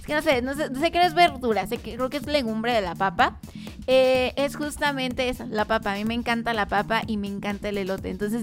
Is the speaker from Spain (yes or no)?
no; Zamora, Michoacán, Mexico; somos zamoranos.